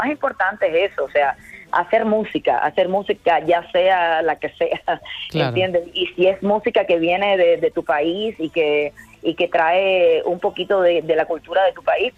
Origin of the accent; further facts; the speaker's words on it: Cuba; un momentico donde puedan desconectar de todas las cosas difíciles que hemos tenido que pasar como cubanos.